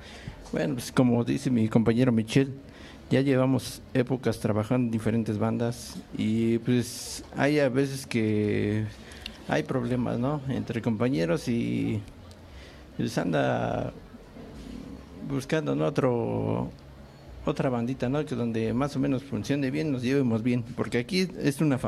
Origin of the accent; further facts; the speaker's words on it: Texcoco, State of Mexico, Mexico; vengo de Santa María Tecuanulco